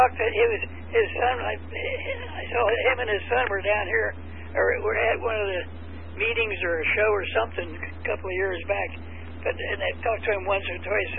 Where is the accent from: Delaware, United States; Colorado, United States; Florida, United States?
Delaware, United States; I'm from Delaware